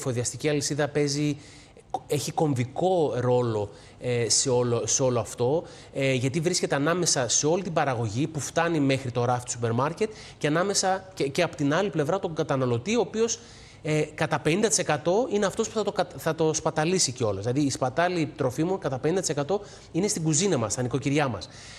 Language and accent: Greek; Greece; moved away as an adult; also born or lived in Northern Europe